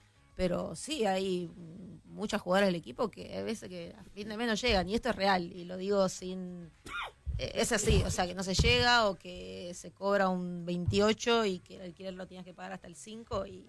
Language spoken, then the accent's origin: Spanish; Argentina